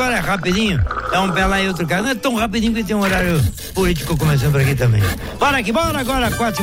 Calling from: Luís Eduardo Magalhães, Bahia, Brazil; acho que é isso. Sou aqui da Jane Luiz Eduardo Magalhães.

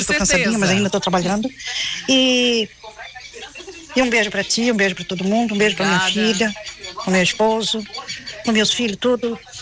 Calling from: Santa Terezinha, Brazil; E eu sou de Santa Terezinha

